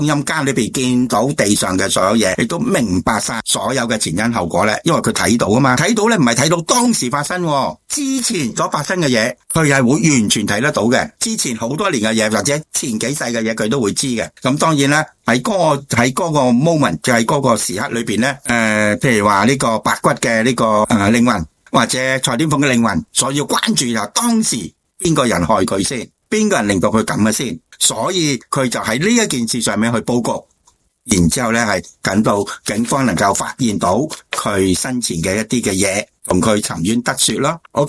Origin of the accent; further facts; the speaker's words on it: China; 所以我哋中国人有讲十八年后一条好汉啊嘛。